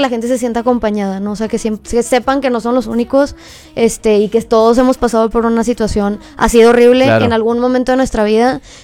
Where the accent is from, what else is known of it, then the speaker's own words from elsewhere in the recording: Monterrey, Nuevo León, Mexico; Soy de Monterrey.